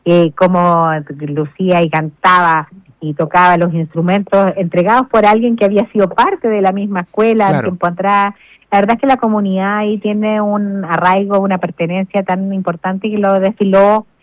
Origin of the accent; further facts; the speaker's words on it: Chile; somos todos uno, somos todos chilenos